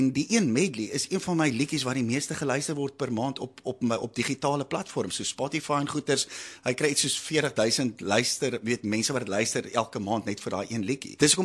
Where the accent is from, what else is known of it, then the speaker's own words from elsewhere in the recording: Cape Town, Western Cape, South Africa; Ons het groot geword in Paravalle